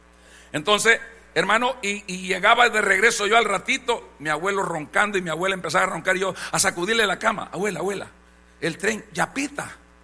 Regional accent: El Salvador; born there; cuando yo tenía 7 años, mi abuela dijo en mi cantón: hijo, mañana vamos a ir a San Salvador donde tu tía.

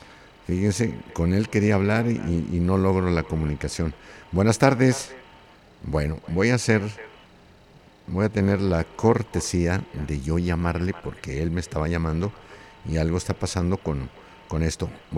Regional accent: Tlaltenango, Zacatecas, Mexico; moved away; soy de un pueblo que se llama Tlaltenango, Zacatecas. Yo comencé allá en mi pueblo

